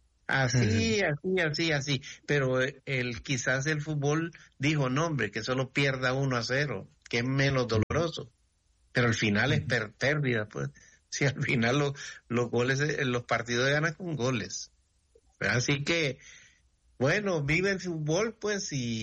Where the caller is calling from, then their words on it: El Salvador; nosotros como salvadoreños que somos